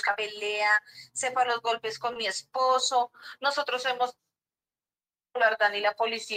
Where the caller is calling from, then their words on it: Nocaima, Cundinamarca, Colombia; le estoy llamando desde Nocaima.